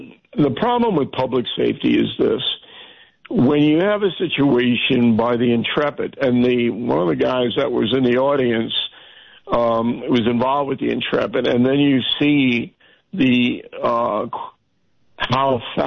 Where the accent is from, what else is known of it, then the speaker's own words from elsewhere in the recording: New York City, New York, United States; in New Yorkers like I am, and you guys are, from birth. I was born on the Upper West Side.